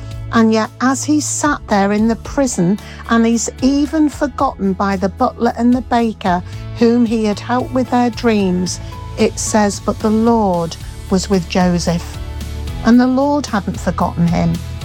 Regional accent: Leeds, Yorkshire and the Humber, United Kingdom; from Leeds, and I would just love to lead you in a prayer to God, our Heavenly Father.

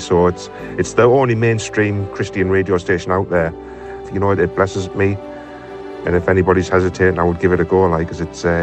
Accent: Gateshead, North East England, United Kingdom; I am from Gateshead.

